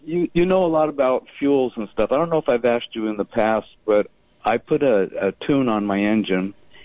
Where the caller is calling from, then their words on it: San Juan Bautista, California, United States; Hi, Michelle. Hi, Tim. … from San Juan Bautista.